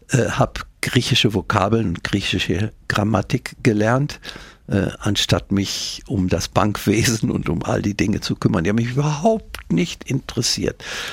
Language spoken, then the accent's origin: German; North Rhine-Westphalia, Germany; born there; Ich wurde 1937 in Westfalen geboren.